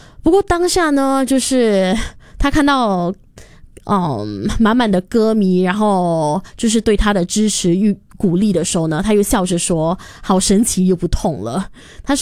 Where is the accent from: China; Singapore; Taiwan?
Singapore; 小时候经常我是在东部长大的啦